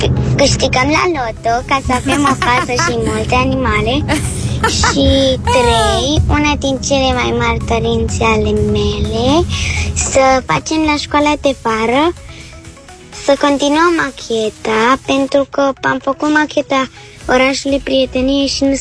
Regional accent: Constanța, Constanța County, Romania; din Constanța, am 8 ani

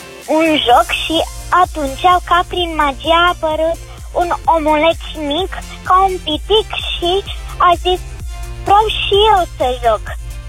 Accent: Bucharest, Romania; Din București.

